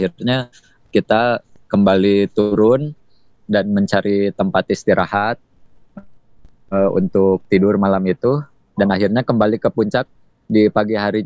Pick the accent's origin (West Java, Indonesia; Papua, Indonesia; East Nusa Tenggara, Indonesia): West Java, Indonesia; Bandung; Iya. Kalau saya Bandung.